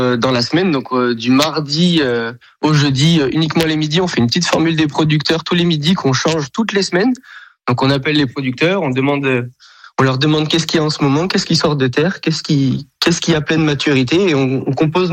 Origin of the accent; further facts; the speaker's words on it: Auvergne-Rhône-Alpes, France; also born or lived in Ardèche; j'ai 25 ans, je suis né en Ardèche, mais grandi en Drôme.